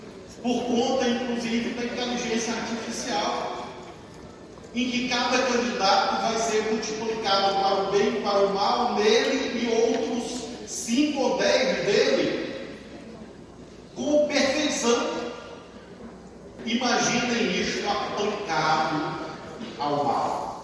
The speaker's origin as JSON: {"language": "Portuguese", "region": "Maranhão", "country": "Brazil", "said": "eu fui parar no Maranhão porque ele não quis fazer o caminho de volta e seguiu viagem para o sul do Maranhão"}